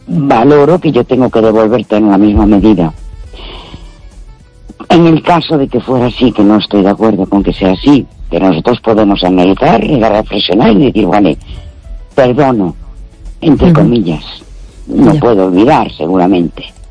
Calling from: Vigo, Galicia, Spain

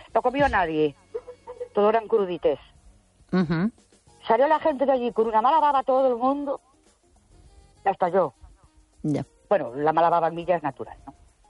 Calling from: Ourense, Galicia, Spain; Buenas noches. … de Ourense.

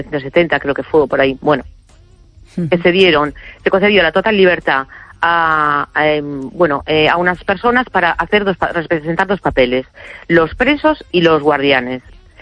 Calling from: A Coruña, Galicia, Spain; de Coruña.

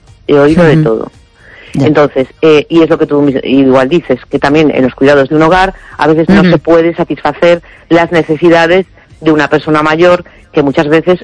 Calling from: A Coruña, Galicia, Spain; Hola, Esther, buenas noches … de La Coruña.

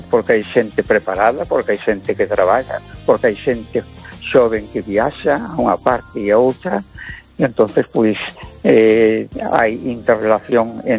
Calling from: A Coruña, Galicia, Spain; de Coruña.

